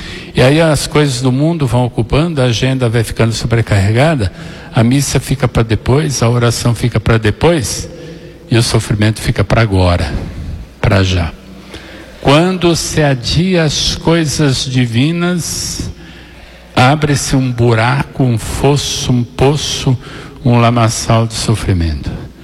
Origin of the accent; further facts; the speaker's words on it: Minas Gerais, Brazil; como mineiro que somos